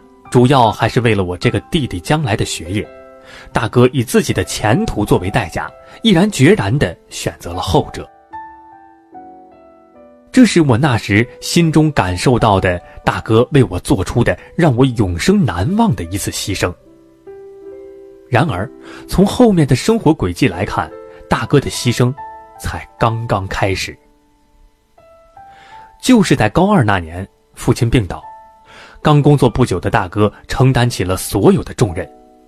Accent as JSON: {"language": "Chinese", "region": "Shandong", "country": "China", "tie": "born or raised there", "said": "我的家乡是山东半岛东部的一个小农村。"}